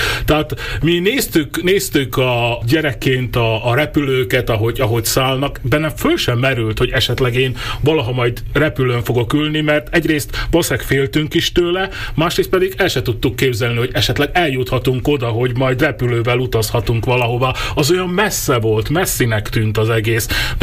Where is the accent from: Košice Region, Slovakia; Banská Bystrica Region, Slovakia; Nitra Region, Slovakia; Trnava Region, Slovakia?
Trnava Region, Slovakia; Kostolné Kračany; Én Dunaszerdahely mellett Karcsán, Móroczkarcsán nőttem fel